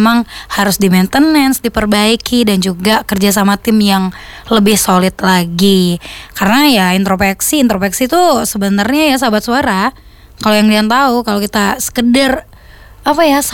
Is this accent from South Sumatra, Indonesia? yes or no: yes; Palembang, South Sumatra, Indonesia